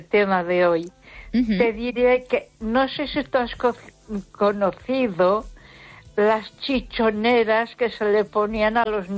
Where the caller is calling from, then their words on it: Ponferrada, Castile and León, Spain; de Ponferrada.